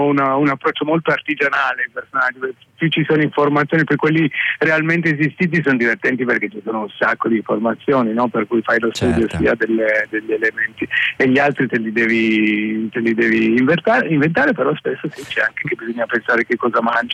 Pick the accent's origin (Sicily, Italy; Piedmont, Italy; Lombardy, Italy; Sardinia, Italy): Piedmont, Italy; Turin; Io ero cresciuto a Torino